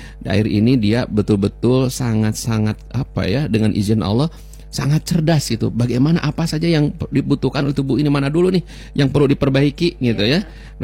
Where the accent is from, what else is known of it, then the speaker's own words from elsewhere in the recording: Bandung, West Java, Indonesia; Saya dari Bandung juga macet itu dalam kota.